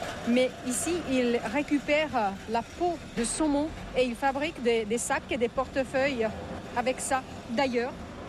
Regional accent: Turku, Southwest Finland, Finland; Non, je viens de Turku.

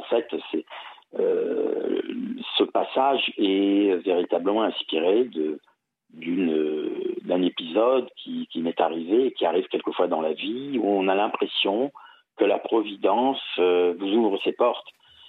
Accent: Corsica, France; Je suis corse, vous êtes corse, on se connaît, nos villages ne sont pas si éloignés.

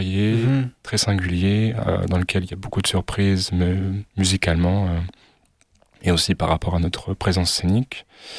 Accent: Switzerland; On est suisse.

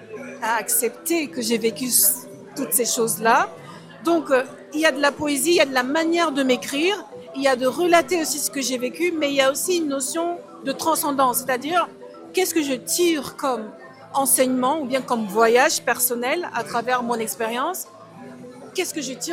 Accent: Littoral, Cameroon; moved away as an adult; now in France; Moi, je viens du Cameroun, je suis d'originaire Cameroun.

